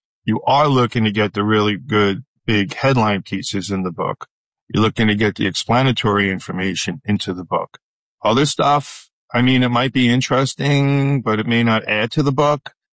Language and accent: English; New York, United States; You know, I started out, I'm from New York. I started out at a radio station in New York